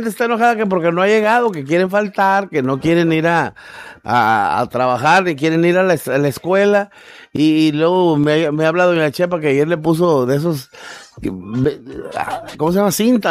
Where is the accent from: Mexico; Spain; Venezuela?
Mexico; ya ves cómo somos los mexicanos